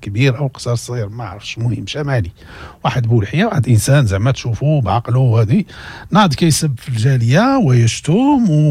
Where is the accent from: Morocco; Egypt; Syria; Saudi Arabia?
Morocco; moved away; احنا راه مغاربة